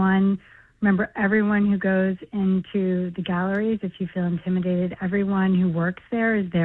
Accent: New York City, New York, United States; I am a working artist, born and raised in New York City. I was raised going around to galleries and museums and also auction houses.

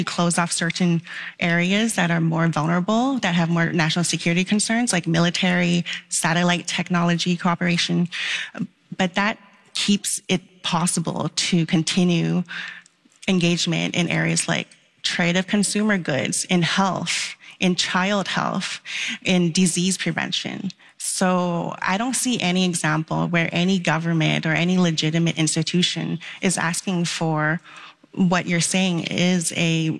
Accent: Canada; As a Canadian

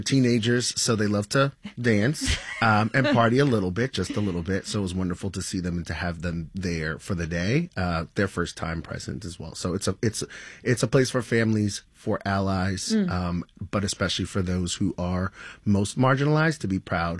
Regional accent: New York, United States; I'm from New York, but I studied Thomas Jefferson a bit

